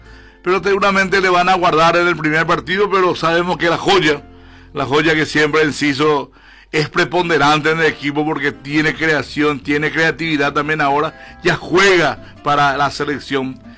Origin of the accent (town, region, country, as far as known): Paraguay